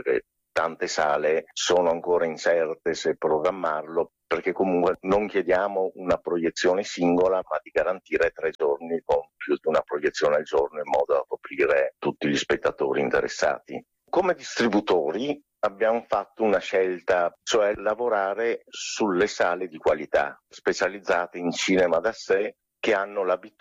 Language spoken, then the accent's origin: Italian; Venice, Veneto, Italy; ovviamente che noi siamo veneziani di origine, giochiamo in casa